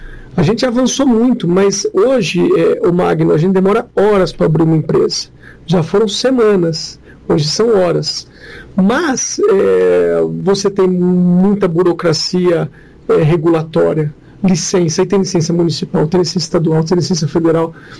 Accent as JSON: {"language": "Portuguese", "region": "São Paulo", "country": "Brazil", "tie": "born or raised there", "said": "Ainda bem, eu cresci em São Paulo, nasci em São Paulo, minha família é toda cearense."}